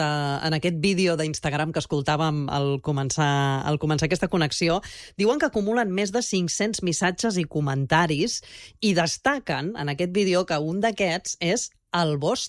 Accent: Catalonia, Spain; És que com som els catalans, eh?

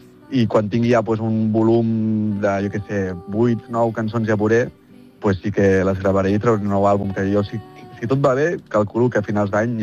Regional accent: Terrassa, Catalonia, Spain; born there; moved away as an adult; now in Lleida, Spain; sóc nascut a Terrassa, ara tinc 28 anys, i m'he mudat a Lleida fa un any i mig.

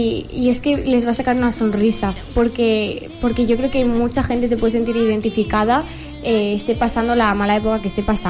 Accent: L'Hospitalet de Llobregat, Catalonia, Spain; Yo soy de Hospitalet. ¡Olé! Hospitalet de Llobregat.

